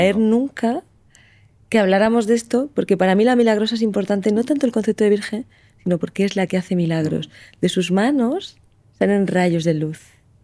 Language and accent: Spanish; Lorca, Region of Murcia, Spain; also born or lived in Águilas; Yo soy murciana, de esa zona.